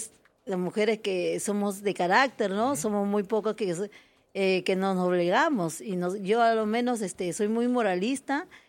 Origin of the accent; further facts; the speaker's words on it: Los Olivos, Lima, Peru; porque yo soy de Los Olivos